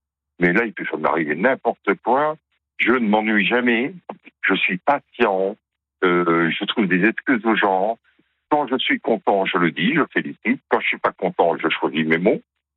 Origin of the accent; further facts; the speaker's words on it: Grand Est, France; born there; j'ai quand même une culture religieuse parce que je suis né en Alsace.